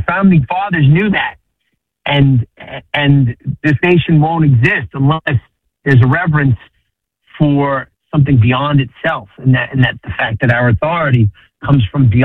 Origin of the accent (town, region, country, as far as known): United States